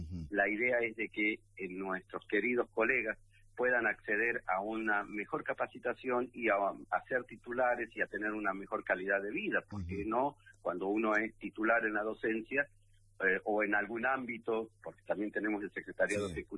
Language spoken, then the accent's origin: Spanish; San Isidro, San Juan, Argentina; now in San Juan, Argentina; El …, el San Isidro, porque soy de San Isidro.